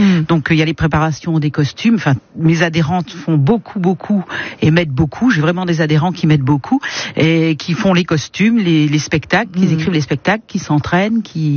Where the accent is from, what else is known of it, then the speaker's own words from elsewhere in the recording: Hauts-de-France, France; now in Auneuil, France; je ne suis pas natif d'Auneuil. Moi, je suis natif du Nord. Je suis à Auneuil depuis 2010.